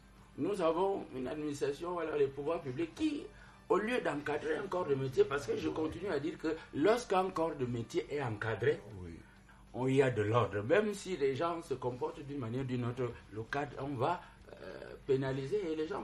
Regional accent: Cameroon; nous sommes Camerounais.

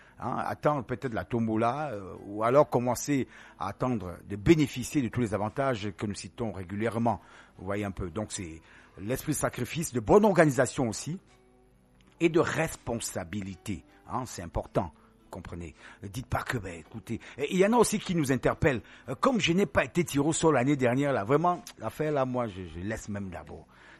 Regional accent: Cameroon; C'est tout un problème chez nous en Afrique, au Cameroun.

